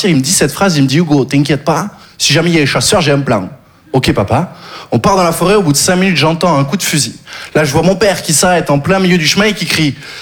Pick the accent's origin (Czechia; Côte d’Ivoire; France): France; Occitanie; Je viens du Sud, j'ai grandi dans le Gard.